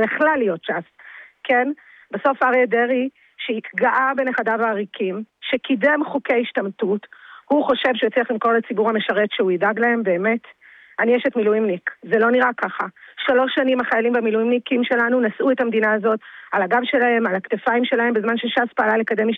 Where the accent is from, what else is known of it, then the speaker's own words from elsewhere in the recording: Ramla, Central District, Israel; אני אישה מזרחית, גדלתי ברמלה, על ערכי המסורת.